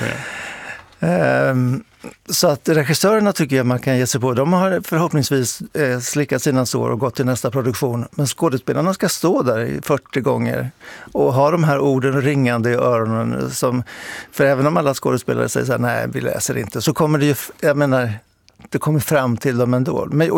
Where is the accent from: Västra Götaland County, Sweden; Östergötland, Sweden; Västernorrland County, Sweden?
Östergötland, Sweden; Linköping; jag kommer ju från Linköping och där så jag uppfostrades på Östgöta teatern.